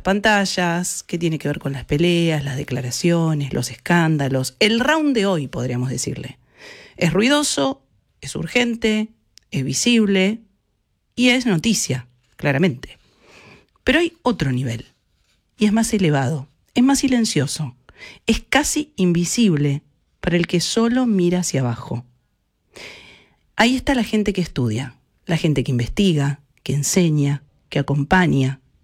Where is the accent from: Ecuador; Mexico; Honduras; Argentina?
Argentina; ¿Por qué no nos damos esa oportunidad como argentinos entonces?